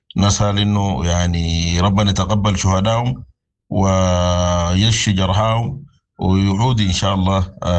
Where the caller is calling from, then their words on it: Sudan; بلادنا السودان